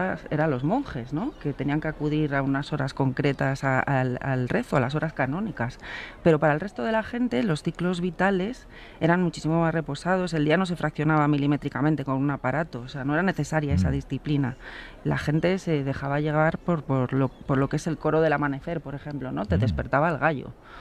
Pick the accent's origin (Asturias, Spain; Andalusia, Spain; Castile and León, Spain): Castile and León, Spain; Ponferrada; y además que yo soy una parvenu de Ponferrada.